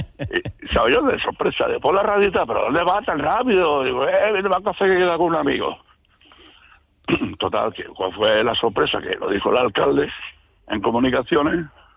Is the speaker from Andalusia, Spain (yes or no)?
yes; Adra, Andalusia, Spain; also born or lived in Barbate; Mis padres me trajeron cuando apenas yo tenía 3 años. Acabo de cumplir 62. El próximo mes de octubre hago ya 59 años que vivo en Adra